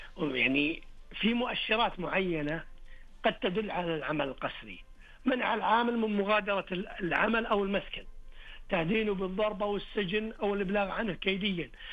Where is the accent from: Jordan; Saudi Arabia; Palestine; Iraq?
Saudi Arabia; الطفل عندنا في المملكة العربية السعودية حتى يبلغ 18 من عمره.